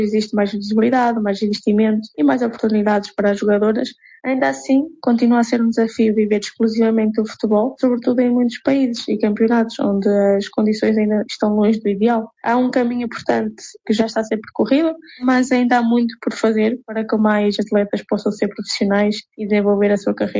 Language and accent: Portuguese; Angola; born there; Como eu nasci em Angola, seria uma honra representar a seleção angolana.